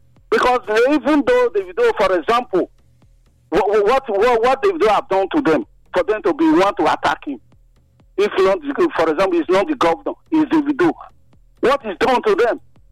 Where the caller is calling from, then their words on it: Benin; I'm calling from Benin.